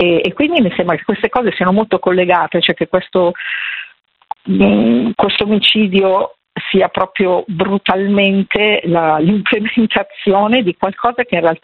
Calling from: Milan, Lombardy, Italy; sono di Milano

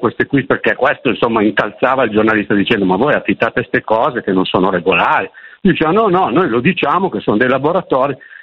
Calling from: Milan, Lombardy, Italy; sono di Milano.

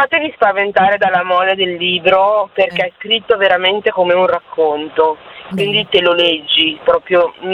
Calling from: Sesto San Giovanni, Lombardy, Italy; Chiamo da Milano

